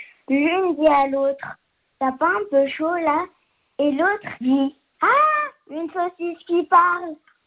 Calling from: Saint-Alban-du-Rhône, Auvergne-Rhône-Alpes, France; j'ai 9 ans, j'habite à Saint-Alban-du-Rhône.

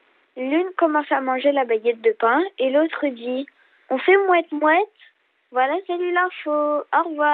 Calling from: Hauts-de-France, France; j'ai 11 ans et j'habite dans l'Oise.

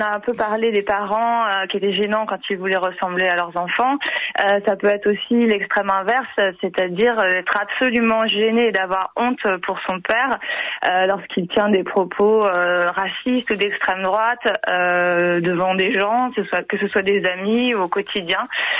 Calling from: Pays de la Loire, France; Bonjour, j'appelle de la Sarthe.

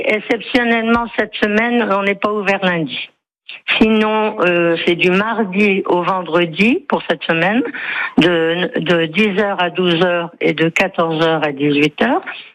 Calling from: Hauts-de-France, France; Non, je ne suis pas à Mouveau, je suis sur la Côte d'Opale

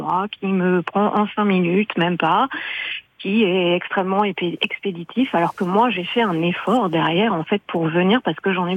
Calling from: Normandy, France; moi, j'habite en Normandie, dans l'Orne, dans un secteur qui est en train de devenir un vrai désert médical

